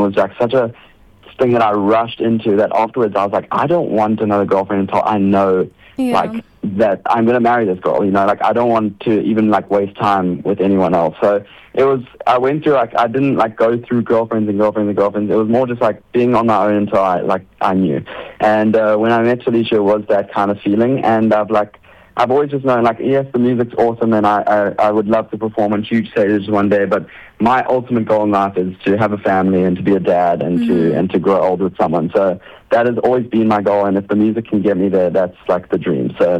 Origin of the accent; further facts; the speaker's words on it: Durban, KwaZulu-Natal, South Africa; now in Cape Town, South Africa; I'm originally from Durban. We're living in Cape Town right now, but at the end of this month, we're actually moving back to Durban